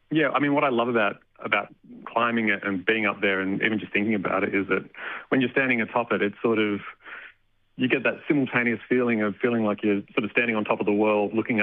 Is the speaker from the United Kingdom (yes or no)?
no; Aberfoyle Park, South Australia, Australia; also born or lived in Melbourne; So I grew up around Aberfoyle Park, Flagstaff Hill, that area.